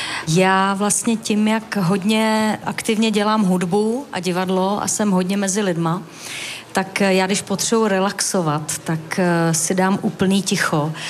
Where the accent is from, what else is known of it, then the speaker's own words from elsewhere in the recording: Hradec Králové, Hradec Králové Region, Czechia; je to pro mě vlastně takovej domov, protože já jsem z Hradce Králové